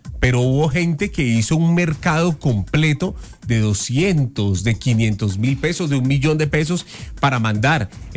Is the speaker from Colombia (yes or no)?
yes; Colombia; estábamos unidos como colombianos.